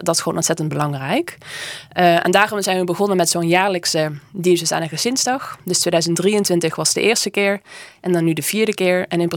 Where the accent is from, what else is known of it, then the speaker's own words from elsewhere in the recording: Limburg, Netherlands; now in Culemborg, Netherlands; Ik woon in Culemborg met mijn man Remco. En we hebben 2 kinderen van 8 en bijna 10. Oorspronkelijk kom ik uit Limburg.